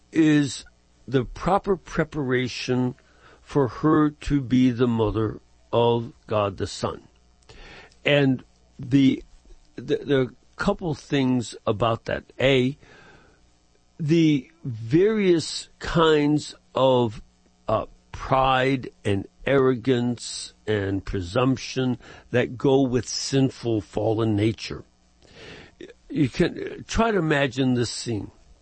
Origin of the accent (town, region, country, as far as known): Chicago, Illinois, United States